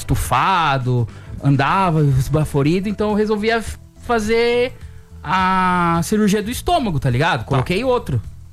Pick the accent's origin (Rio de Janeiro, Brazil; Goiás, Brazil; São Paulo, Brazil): São Paulo, Brazil; moved away as an adult; now in Braga, Portugal; eu sou paulistano, né?